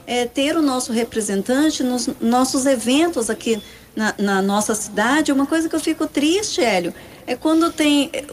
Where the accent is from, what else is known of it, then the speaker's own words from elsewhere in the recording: Ponta Porã, Mato Grosso do Sul, Brazil; nós aqui que somos de Ponta Porã.